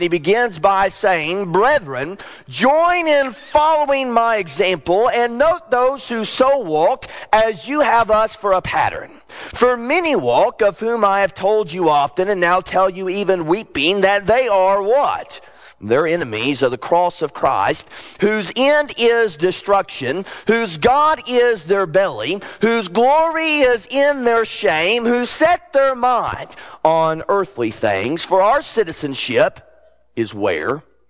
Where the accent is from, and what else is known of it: United States